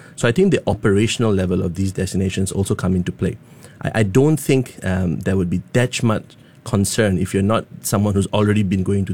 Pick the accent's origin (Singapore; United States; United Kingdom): Singapore; I think as a Singaporean